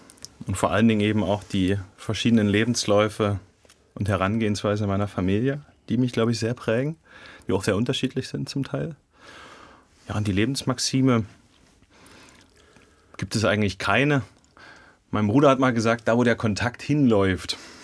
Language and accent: German; Jena, Thuringia, Germany; now in Osmannstedt, Germany; Ich bin in Jena-Presnitz groß geworden.